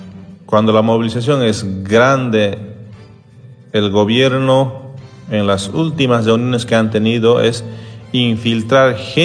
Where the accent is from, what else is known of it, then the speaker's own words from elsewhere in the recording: Bolivia; Como boliviano, por supuesto, es inaceptable